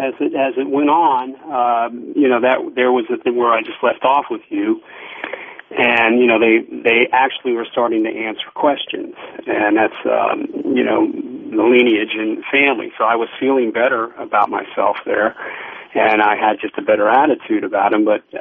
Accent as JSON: {"language": "English", "country": "United States", "said": "So, my bloodline is Italian, but I mean I've been third generation, whatever, second generation. I'm American."}